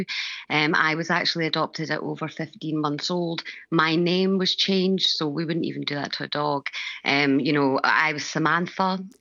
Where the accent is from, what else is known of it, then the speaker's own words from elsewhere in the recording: England, United Kingdom; born there; I was born and adopted in England to Scottish parents.